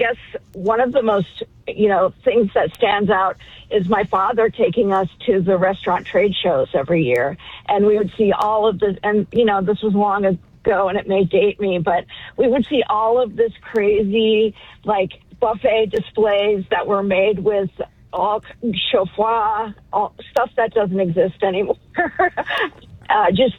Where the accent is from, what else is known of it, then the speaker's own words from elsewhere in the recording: Boulder, Colorado, United States; now in New York, United States; I wish I still lived there. Although I love New York. I grew up in Boulder.